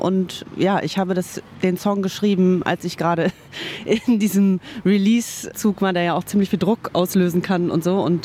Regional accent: Germany; also born or lived in United States; ich bin ja in den USA geboren, aber in Deutschland aufgewachsen, aber hab ja viel Familie dort gehabt und bin immer wieder dort auch hingefahren.

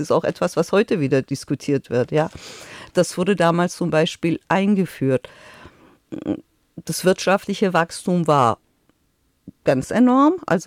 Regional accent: Tehran, Tehran Province, Iran; German is a second language; now in Germany; Ich bin als Kind aufgewachsen im Iran. Meine Kindheit war eigentlich eine sehr schöne Kindheit. Also ich bin in der Hauptstadt geboren.

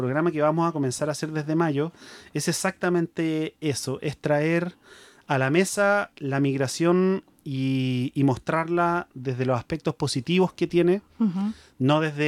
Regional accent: Chile; accent: Chilean; Vamos a ver si podemos neutralizar un poquito nuestro acento chileno.

